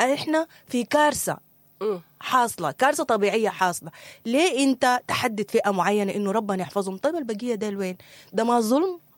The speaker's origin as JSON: {"language": "Arabic", "country": "Sudan", "said": "احنا مهتمين كسودانيين"}